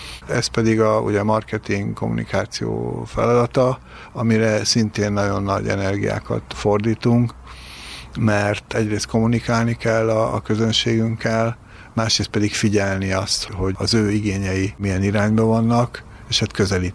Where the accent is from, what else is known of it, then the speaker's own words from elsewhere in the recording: Hungary; mi magyarok vagyunk